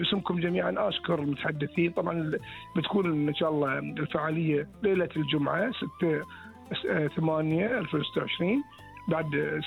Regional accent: Bahrain; إحنا كمواطنين بحرينيين

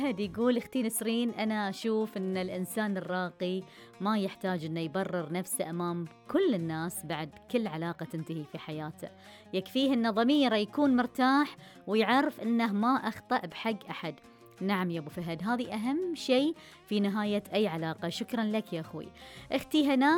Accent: Bahrain; احنا هني في البحرين دايما تربينا وجبلنا على الطيبة على الأخلاق على الكلمة الطيبة على السنة على الذرابة

